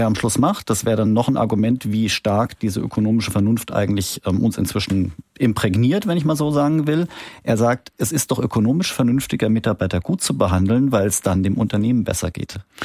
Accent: Baden-Württemberg, Germany; wie sie da im Speckgürtel Stuttgart, wo ich herkomme, sich darstellt

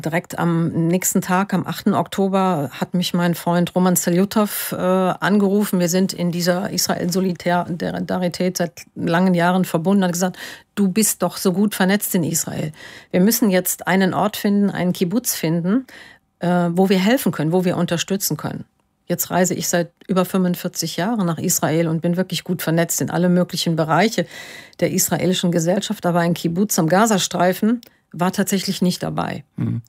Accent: Düsseldorf, North Rhine-Westphalia, Germany; Ich stamme aus Düsseldorf.

